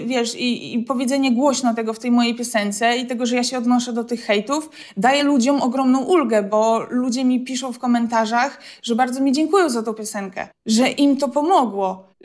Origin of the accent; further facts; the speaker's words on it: Warmian-Masurian Voivodeship, Poland; Ale jednak kochamy tą ziemię, tutaj się urodziliśmy. Ja nie znam innych terenów, ja się wychowałam na pagórkach, na jeziorach. Mówię językiem polskim, no teraz współczesnym, może nie gwarą. Ale my też chcemy czuć się stąd. Tu już jesteśmy trzecim pokoleniem, już tutaj mamy korzenie zapuszczone